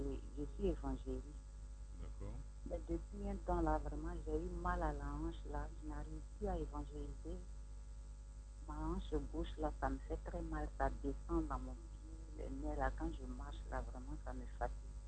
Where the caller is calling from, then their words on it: Bingerville, Abidjan, Côte d’Ivoire; j'appelle de Bingerville.